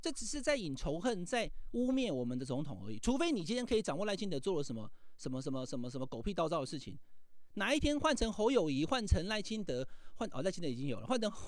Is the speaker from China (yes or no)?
no; Taiwan; 日本三一突然一个大海啸了以后，我们台湾人愿意捐钱去